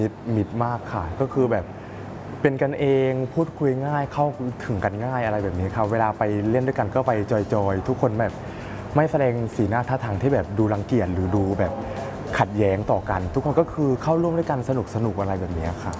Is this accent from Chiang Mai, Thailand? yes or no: no; Buriram, Thailand; also born or lived in Samut Sakhon; now in Phetchaburi, Thailand; คือตั้งแต่เกิด … เป็นคนสมุทรสาครแล้วก็ย้ายถิ่นฐานมาอยู่ที่จังหวัดบุรีรัมย์แล้วก็เรียนตั้งแต่ประถมจนมัธยมและในช่วงมหาลัยก็ย้ายมาอยู่ที่เพชรบุรีค่ะ